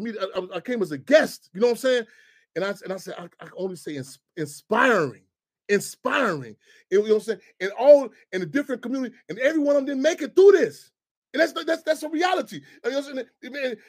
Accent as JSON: {"language": "English", "town": "Chicago", "region": "Illinois", "country": "United States", "tie": "born or raised there", "said": "I'm so glad I grew up in Chicago. I'm so glad I grew up in this city structure."}